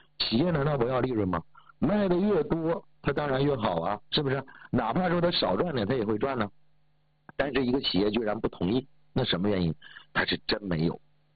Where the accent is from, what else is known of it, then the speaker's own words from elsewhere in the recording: Northeast China, China; 我身上流着山东人的血，我出生在东北，长在东北